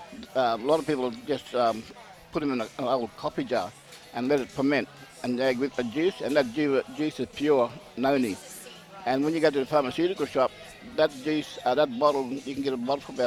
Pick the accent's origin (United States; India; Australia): Australia; Yarrabah, Queensland; born there; I feel very proud of who I am, where I come from. Yarrabah is my tribal home.